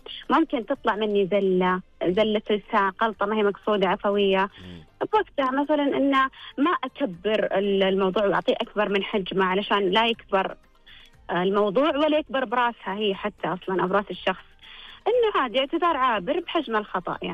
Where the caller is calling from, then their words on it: Taif, Makkah Province, Saudi Arabia; من الطايف.